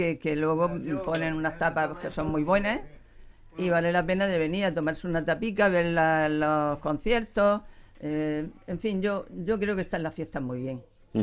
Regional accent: Region of Murcia, Spain; born there; now in Diputación de Río, Spain; Porque yo, mi pueblo es la parroquia. Yo nací allí, pero estoy aquí 55 años. Con lo cual que puedo decir que soy de aquí.

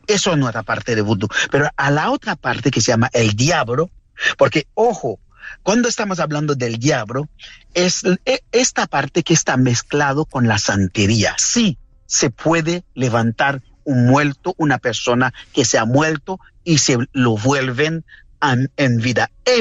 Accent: Tortuga Island, Nord-Ouest, Haiti; moved away; En la isla Tortuga

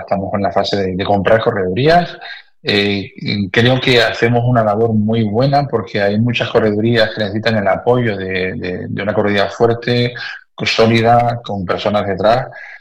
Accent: Canary Islands, Spain; accent: Canarian; Canarias, entonces yo soy canario, por mi acento ves que no soy de aquí.

